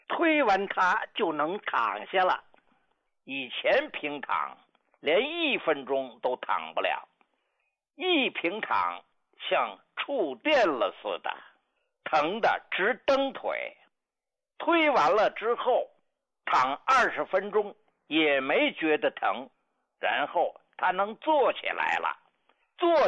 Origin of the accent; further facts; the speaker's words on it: Beijing, China; 知道我是从北京来的中医大夫